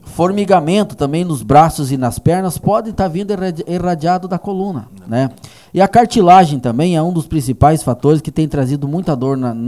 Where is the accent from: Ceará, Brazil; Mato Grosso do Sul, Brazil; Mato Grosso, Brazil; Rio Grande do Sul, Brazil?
Rio Grande do Sul, Brazil; Porto Alegre; É, mas eu sou gaúcho, viu, Silvio?